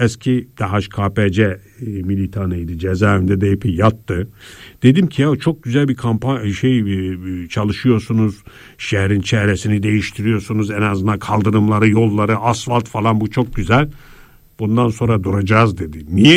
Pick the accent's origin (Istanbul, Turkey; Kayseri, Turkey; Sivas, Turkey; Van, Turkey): Van, Turkey; Ya ben Vanlıyım. Van'da arıtma sistemi yok ya. Van büyük bir şehirdir.